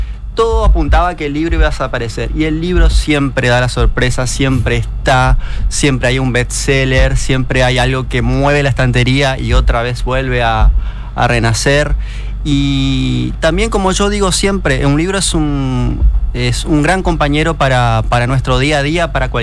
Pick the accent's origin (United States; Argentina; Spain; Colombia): Argentina; Pinedo, Chaco; born there; now in Resistencia, Argentina; Yo soy chaqueño, obviamente, nací en Pinedo.